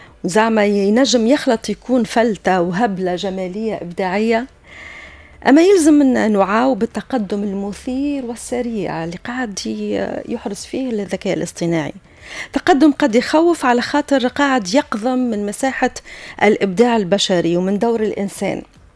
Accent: Tunisia; accent: Tunisian; الأمازيغية متجذرة في لهجتنا التونسية.

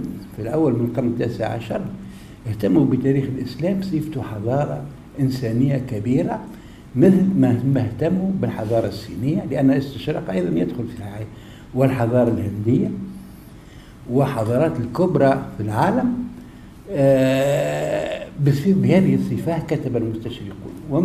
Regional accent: Tunisia; moved away as an adult; وأنا تونسي

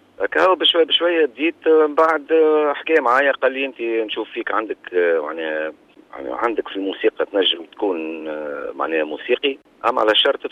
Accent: southern Tunisia, Tunisia; أنا جنوبي

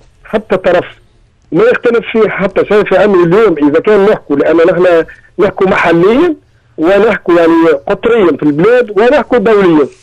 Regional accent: Tunisia

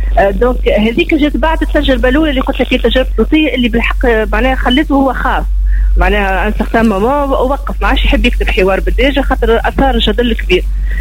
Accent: Tunisia; موجود عندنا في تونس

